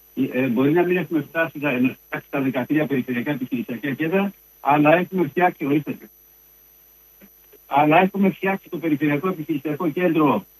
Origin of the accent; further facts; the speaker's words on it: Crete, Greece; born there; Γεννήθηκα στην Κρήτη, είμαι 70 χρόνια